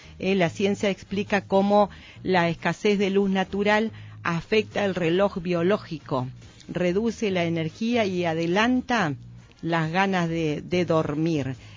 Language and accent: Spanish; Patagonia, Argentina; nosotros que somos patagónicos y vivimos en esta zona